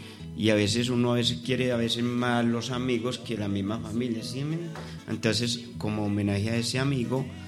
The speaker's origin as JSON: {"language": "Spanish", "town": "Angostura", "region": "Antioquia", "country": "Colombia", "said": "Somos de Tenche Algodón y del municipio de Angostura, como siempre lo digo, donde quiera que estoy."}